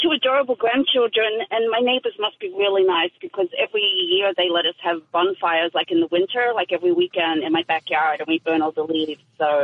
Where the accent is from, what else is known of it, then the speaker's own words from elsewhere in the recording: Australia; moved away as an adult; now in Riverside, United States; I grew up in Australia.